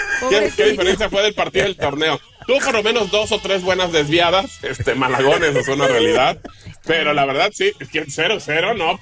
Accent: Mexico; soy mexicano

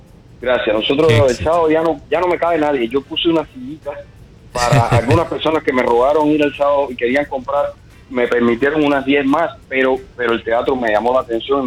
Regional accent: Cuba; now in Miami, United States; Ese pedazo de cosas que nos ha tocado a nosotros como familia cubana, estar divididos

